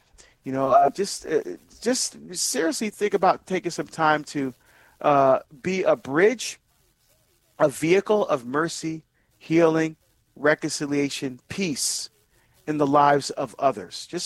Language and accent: English; Barbados; as many of you know, I'm from Barbados, and I'm getting a chance to go home and visit family. Most of my family are still there